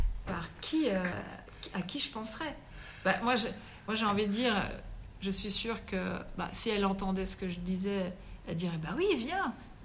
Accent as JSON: {"language": "French", "country": "France", "moved": "yes", "lives_now": "Belgium", "said": "je suis française et que j'arrive en Belgique"}